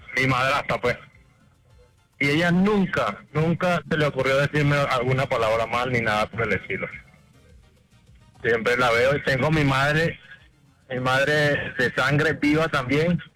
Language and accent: Spanish; Venezuela; now in Bogotá, Colombia; Un saludo, caballito, de aquí de Bogotá. … soy venezolano, ¿viste?